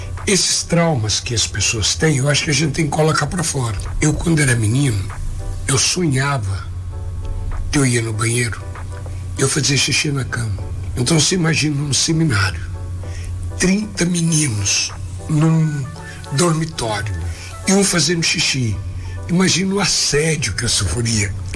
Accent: Sacramento, Minas Gerais, Brazil; born there; also born or lived in Uberaba; Eu nasci em Sacramento, eu nasci, a mamãe me deu à luz lá no Hotel Oliveira. A gente morou aqui com um ano de vida, mais ou menos. Eu fui para Uberaba e a família da mamãe e do papai é lá do Bananal, Quentassol.

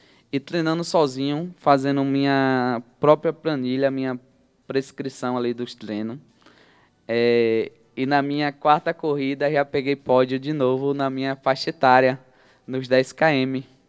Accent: Alagoas, Brazil; moved away; era um objetivo meu correr em Alagoas. Por ser minha terra natal

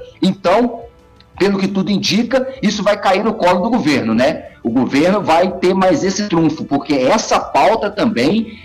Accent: São Paulo, Brazil; born there; now in Brasília, Brazil; Eu sou paulista de nascimento, não me criei em Minas, mas eu sou paulista de nascimento

